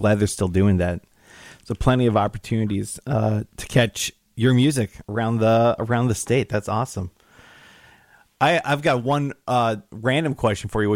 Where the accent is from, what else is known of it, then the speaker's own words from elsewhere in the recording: St. Cloud, Minnesota, United States; I'm from St. Cloud